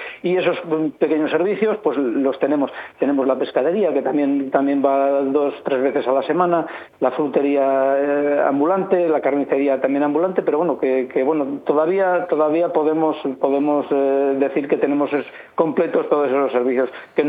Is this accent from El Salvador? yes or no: no; Tordehumos, Castile and León, Spain; y yo creo que estamos nosotros ahí en esa línea, en mi pueblo concretamente, pues estamos ahí en esa línea